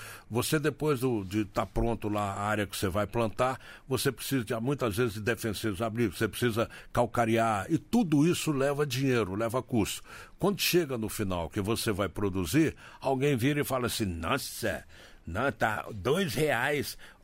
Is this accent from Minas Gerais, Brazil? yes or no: yes; Coluna, Minas Gerais, Brazil; Eu sou de Coluna, Minas Gerais.